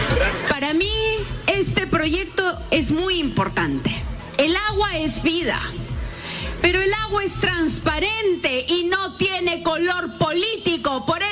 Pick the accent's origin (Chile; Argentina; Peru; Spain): Peru; Es que así somos los peruanos, ¿no?